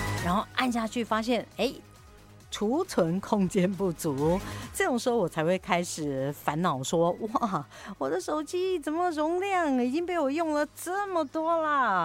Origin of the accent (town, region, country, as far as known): Taiwan